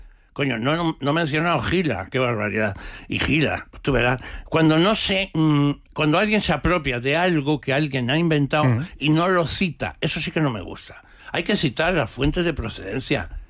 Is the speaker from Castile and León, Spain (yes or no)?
no; Brazatortas, Castilla-La Mancha, Spain; nosotros, que somos naturales de Braza Torta, provincia de Ciudad Real, menos mi hermanilla, que nació en Puerto Llano